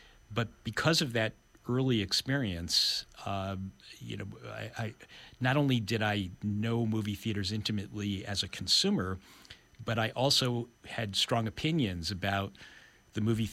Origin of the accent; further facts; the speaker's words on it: North Carolina, United States; born there; also born or lived in Bronx / Chicago / Paramus, New Jersey; I was born in North Carolina when my dad was in the Marines. Then we moved to the Bronx. Then we moved to the south side of Chicago. Then we moved to the northern suburbs of Chicago. Then we moved to Paramus, New Jersey.